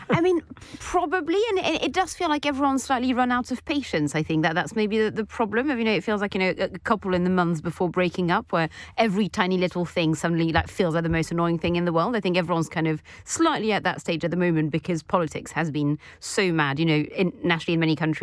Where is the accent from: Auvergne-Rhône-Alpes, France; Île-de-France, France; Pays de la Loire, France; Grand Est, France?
Pays de la Loire, France; Nantes; moved away; Because I come from Nantes, which is a city just below Brittany, which famously always had an incredibly temperate climate.